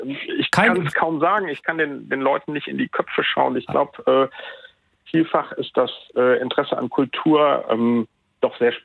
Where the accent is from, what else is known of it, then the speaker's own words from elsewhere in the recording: Cologne, North Rhine-Westphalia, Germany; Ja, ich rufe als Kölner natürlich mit einem lachenden und einem weinenden Auge